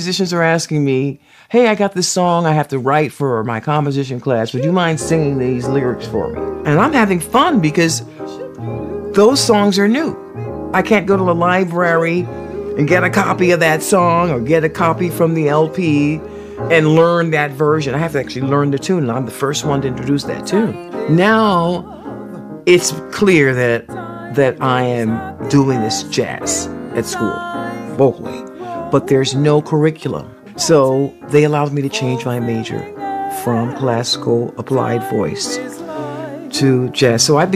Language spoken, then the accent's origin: English; Miami, Florida, United States; born there; I was born in Miami, Florida. The family life was really centered around church, the community.